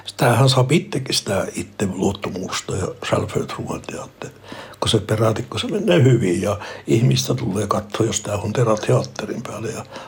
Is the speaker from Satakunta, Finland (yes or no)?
no; Lapland, Finland